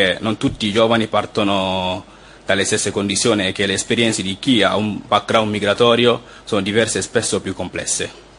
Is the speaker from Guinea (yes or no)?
yes; Guinea; now in Italy; vengo dalla Guinea Conakry. Vivo in Italia da quasi 4 anni ormai.